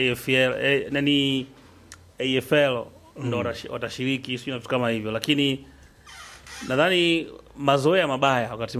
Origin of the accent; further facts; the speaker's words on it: Tanzania; Sisemi kwa sababu mimi ni Mtanzania